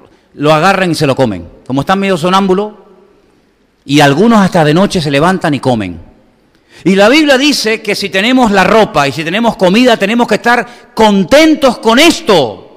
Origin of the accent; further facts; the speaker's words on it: Venezuela; moved away; Yo me crié en mi infancia en Venezuela y vivíamos de maravilla.